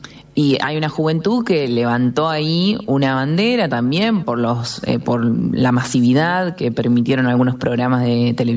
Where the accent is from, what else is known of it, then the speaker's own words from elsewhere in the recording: General Belgrano, Buenos Aires Province, Argentina; Yo soy de General Belgrano, provincia de Buenos Aires, y el Festival de Folclore y Tango se para 3 días al pueblo y cierran todos los boliches. O sea, mira, yo tengo 35 años